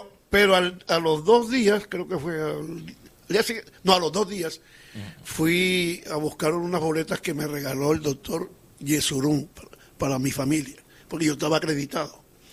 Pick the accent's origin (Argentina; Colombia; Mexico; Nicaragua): Colombia; Barranquilla, Atlántico; yo vengo de Barranquilla, vengo de Colombia.